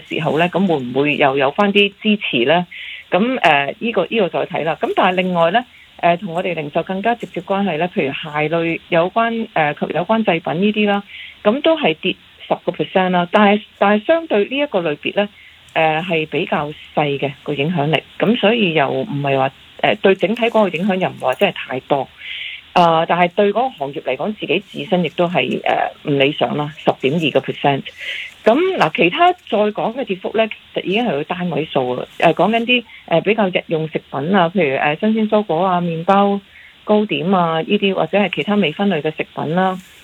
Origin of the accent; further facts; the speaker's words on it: Hong Kong; 就都系我哋香港人外游嘅一个嘅黄金档期嚟嘅。